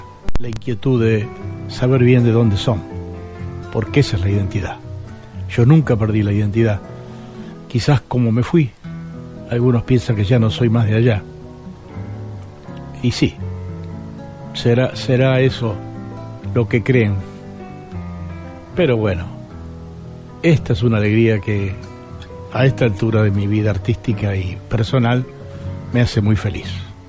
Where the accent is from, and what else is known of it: Tres Arroyos, Buenos Aires Province, Argentina; born or raised there; moved away as an adult; now in Buenos Aires, Argentina